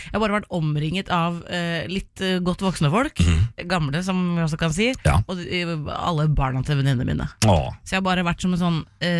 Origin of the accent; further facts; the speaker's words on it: Larvik, Vestfold, Norway; born there; moved away; jeg har vært hjemme I Larvik